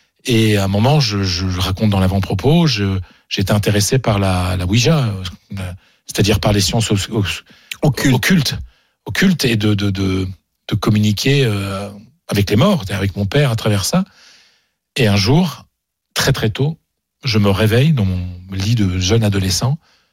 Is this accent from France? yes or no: yes; Mercatel, Hauts-de-France, France; also born or lived in Spain; now in Paris, France; j'ai été élevé dans la religion catholique, mais je veux dire culturellement, mais surtout culturellement. C'est-à-dire, moi je viens d'un petit village du Pas-de-Calais, une famille modeste.